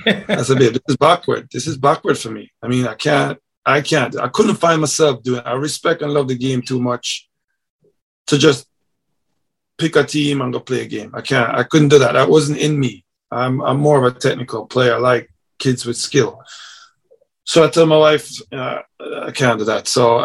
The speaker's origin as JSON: {"language": "English", "country": "Jamaica", "tie": "born or raised there", "moved": "yes", "said": "so my model is based off of how I grew up in Jamaica. You play on the streets, you play with kids that can't play your ball."}